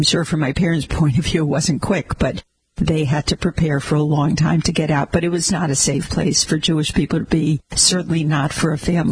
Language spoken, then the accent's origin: English; Egypt; And when you hear that I'm from Egypt, you expect me to perhaps have a different view or a different accent or a different complexion.